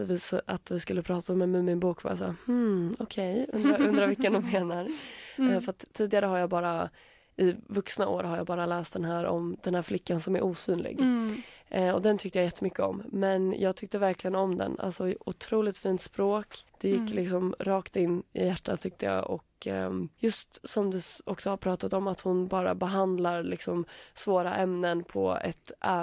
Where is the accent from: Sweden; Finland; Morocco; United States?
Finland; accent: Finland Swedish; Ursäkta min finlandssvenska.